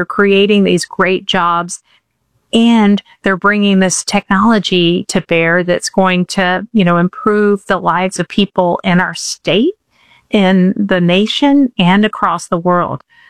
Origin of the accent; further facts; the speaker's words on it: Georgia, United States; No, I'm actually from Georgia.